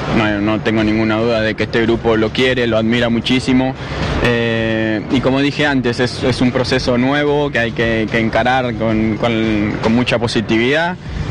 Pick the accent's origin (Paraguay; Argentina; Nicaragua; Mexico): Argentina; Nosotros como argentinos además tenemos esa cuotita que obviamente nos encantaría que la gane Leo.